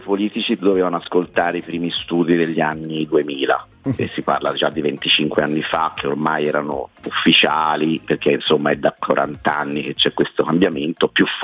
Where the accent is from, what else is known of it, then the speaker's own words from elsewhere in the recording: Florence, Tuscany, Italy; perché poi sono fiorentino